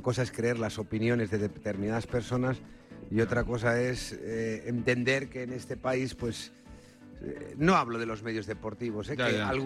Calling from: Valencia, Valencian Community, Spain; Valencia estoy, sí, buenas tardes.

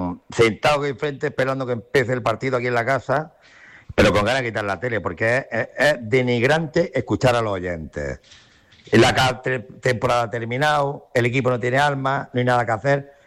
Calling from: Almería, Andalusia, Spain; yo soy demasiado almeriense

